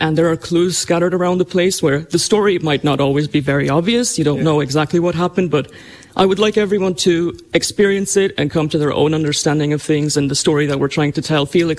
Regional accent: Ireland; Yeah, my family's from Poland, but I grew up in Ireland, so I feel very connected with the culture here and with the people in the town.

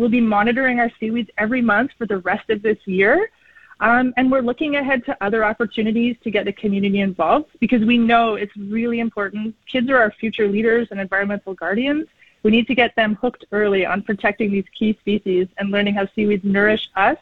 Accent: British Columbia, Canada; So as a child growing up on Vancouver Island, I remember my mom bringing seaweed up from the beach and using it as mulch in our garden.

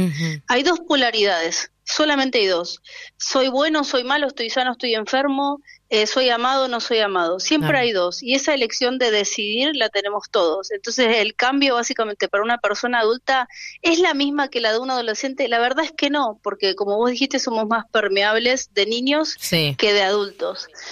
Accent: La Plata, Buenos Aires Province, Argentina; Soy platense, de La Plata.

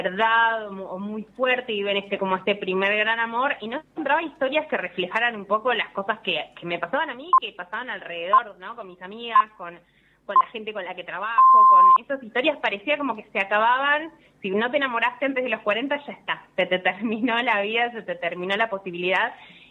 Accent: Bahía Blanca, Buenos Aires Province, Argentina; moved away as an adult; now in Buenos Aires, Argentina; Yo, por ejemplo, soy de Bahía Blanca y una de las cosas que vivo hace 20 años en Buenos Aires

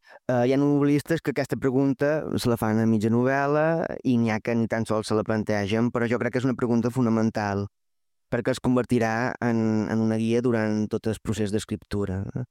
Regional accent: Menorca, Balearic Islands, Spain; com a autors menorquins

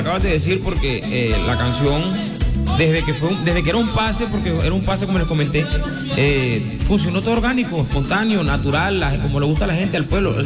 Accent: Maicao, La Guajira, Colombia; es mi tierra Guajira. No soy de Fonseca, soy de Maicao, pero soy guajiro

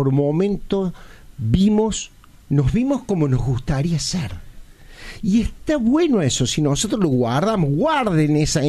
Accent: Argentina; nos vamos identificando poco a poco como argentinos, con lo bueno, lo malo, somos argentinos.

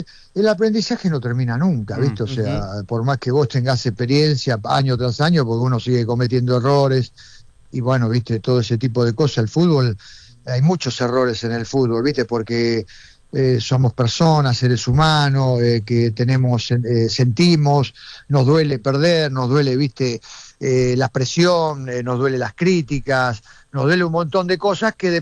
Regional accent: Argentina

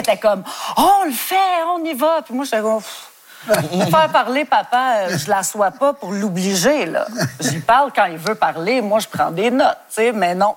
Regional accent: Westmount, Quebec, Canada; J'ai grandi à Westmount

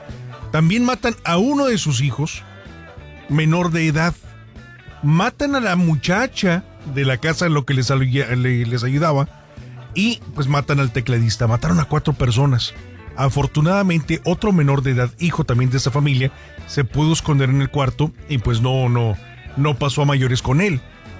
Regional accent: Mexico; de como buenos mexicanos, siempre albergamos y le damos la bienvenida a muchísimos extranjeros.

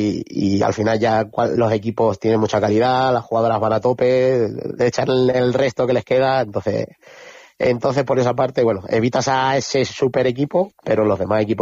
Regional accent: Puertollano, Castilla-La Mancha, Spain; yo que soy aquí de Puerto Llano

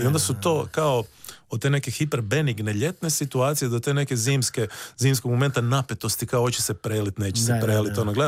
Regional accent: Sisak, Sisak-Moslavina County, Croatia; ja sam odrastao na Zibelu, koji je onako vrlo prekrasan dio Siska

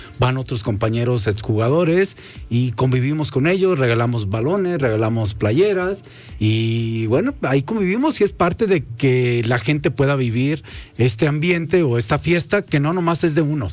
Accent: La Piedad, Michoacán, Mexico; moved away; also born or lived in Monterrey / Guadalajara; De La Piedad, Michoacán, de donde soy, me voy a Monterrey.

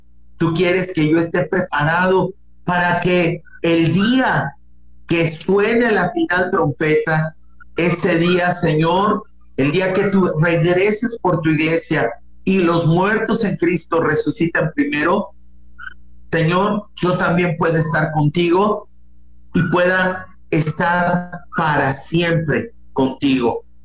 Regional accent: Mexico; en mi tierra mexicana

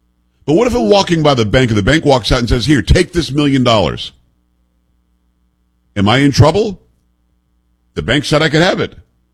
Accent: Florida, United States; And I grew up in South Florida, as I say all the time.

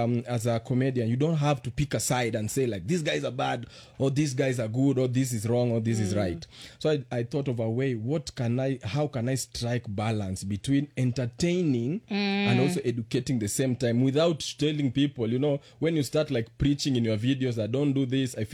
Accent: Kenya; as a Kenyan

